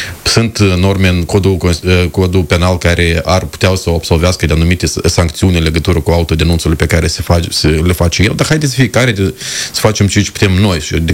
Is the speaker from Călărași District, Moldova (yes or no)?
no; Chișinău, Moldova; din impozitele mele ca și chișinăuian